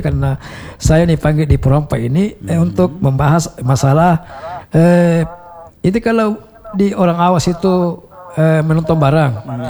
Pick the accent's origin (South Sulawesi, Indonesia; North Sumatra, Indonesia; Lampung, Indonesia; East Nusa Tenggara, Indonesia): South Sulawesi, Indonesia; Makassar; saya sebagai hal juga sebagai orang Makassar